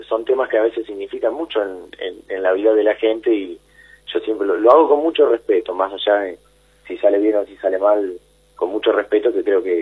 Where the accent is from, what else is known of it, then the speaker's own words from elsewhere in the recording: Córdoba, Argentina; dirás que es porque soy del sur de Córdoba